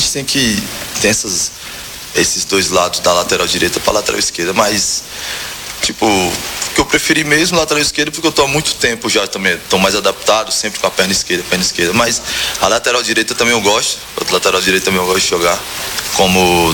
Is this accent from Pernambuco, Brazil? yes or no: no; Ceará, Brazil; Da onde eu sou do Ceará, o sol é igual daqui, não tem essa pertinho.